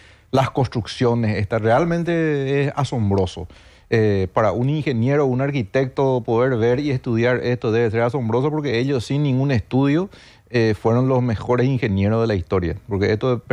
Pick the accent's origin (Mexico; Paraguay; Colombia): Paraguay; somos urólogos paraguayos.